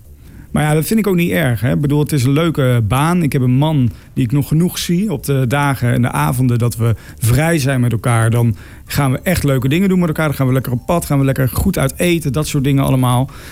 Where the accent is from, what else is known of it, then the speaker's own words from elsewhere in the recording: Helmond, North Brabant, Netherlands; Maar toen we erachter kwamen dat we alle twee uit Helmond kwamen... of althans Evert kwam erachter dat ik uit Helmond kwam.